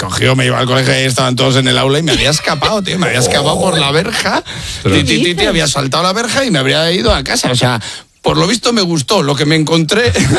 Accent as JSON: {"language": "Spanish", "town": "Casasola de Arión", "region": "Castile and León", "country": "Spain", "tie": "born or raised there", "said": "yo iba a la escuela en mi pueblo, Casasola de Arión, y era un pueblo pequeño, ¿no?"}